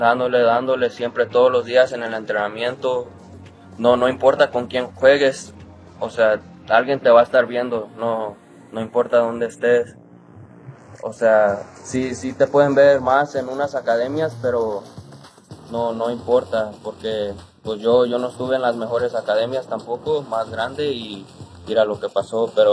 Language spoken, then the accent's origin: Spanish; California, United States; yo nunca me he movido de California, nunca he. Lo más lejos que me fui fue a San José de Hayward, o sea, 30 minutos.